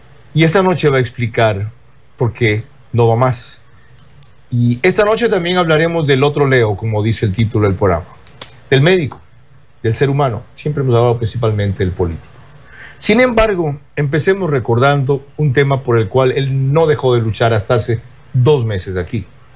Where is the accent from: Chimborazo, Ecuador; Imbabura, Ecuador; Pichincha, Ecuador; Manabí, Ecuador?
Manabí, Ecuador; Bahía de Caráquez; La sorpresa en Manabí, y especialmente en mi tierra, en Bahía, es que no va Leonardo Viteri para la alcaldía de esa ciudad